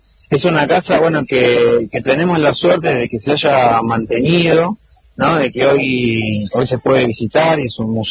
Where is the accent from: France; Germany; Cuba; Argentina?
Argentina